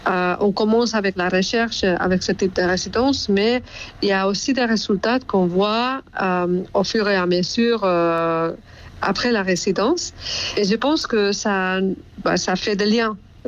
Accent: Spain; French is a second language; moved away as an adult; now in Brussels, Belgium; je suis espagnole. Et donc, ça fait 5 ans que je suis à Bruxelles.

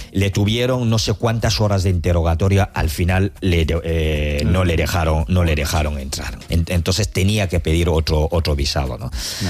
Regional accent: Cameroon; Sí, hombre. Soy de Camerún.

